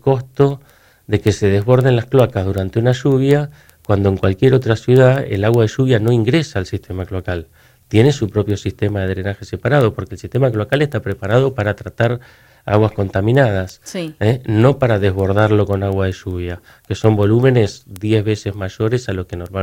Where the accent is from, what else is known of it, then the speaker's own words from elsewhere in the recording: El Calafate, Santa Cruz, Argentina; Yo que soy de Calafate